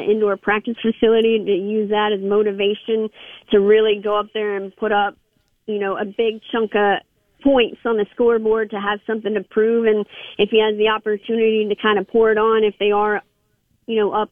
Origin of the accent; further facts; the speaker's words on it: Louisiana, United States; I'm from Louisiana, but I went to Ole Miss